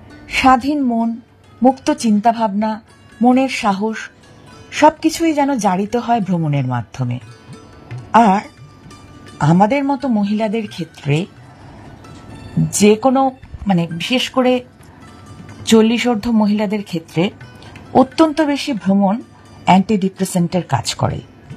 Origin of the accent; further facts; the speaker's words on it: Jalpaiguri, West Bengal, India; আমি নিজে ছোটবেলায় যেহেতু জলপাইগুড়িতে জন্ম বেড়ে ওঠা, তাই চিরকাল ডুয়ার্সে জঙ্গলে এবং পাহাড়ে ঘুরে বেড়িয়েছি।